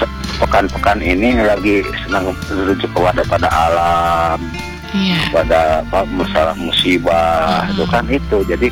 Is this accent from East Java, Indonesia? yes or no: no; West Java, Indonesia; now in Boven Digoel, Indonesia; Oh, saya Putra Sunda ya.